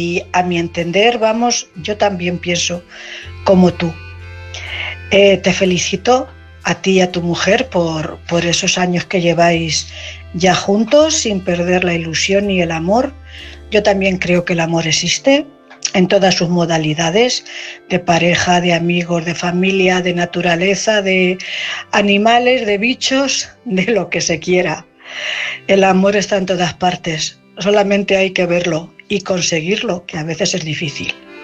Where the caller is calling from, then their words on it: Cuenca, Castilla-La Mancha, Spain; corresponsal de Cuenca.